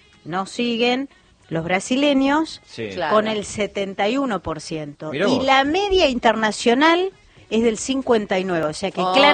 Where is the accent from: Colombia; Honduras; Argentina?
Argentina; los hinchas más fanáticos del Mundial, que somos nosotros los argentinos